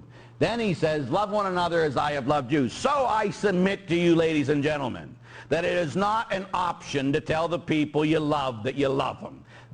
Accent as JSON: {"language": "English", "town": "Pittsburgh", "region": "Pennsylvania", "country": "United States", "said": "I'm from Pittsburgh, as everybody knows, and both my parents were cops."}